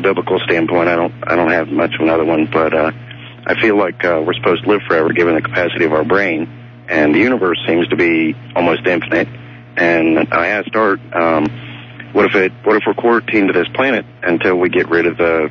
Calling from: Columbus, Ohio, United States; I'm calling from 610 WTVN, listening area in Columbus.

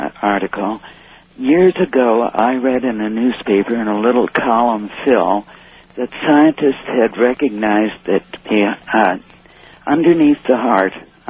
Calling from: Hammond, United States; from Hammond.

